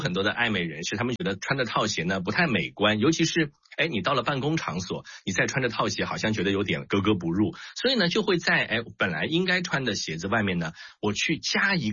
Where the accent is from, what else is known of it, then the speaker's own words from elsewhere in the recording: Shanghai, China; 那么这种情况我们上海人会怎么说呢？叫发抖丝